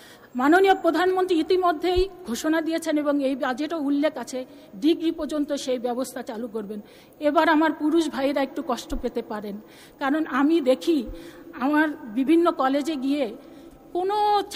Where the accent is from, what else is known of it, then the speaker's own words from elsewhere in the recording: Madaripur, Dhaka Division, Bangladesh; আমার বাড়ি হচ্ছে মাদারীপুর, এই যে ঢাকার কাছাকাছি, মাত্র 1.5 থেকে 2 ঘন্টা সময় লাগে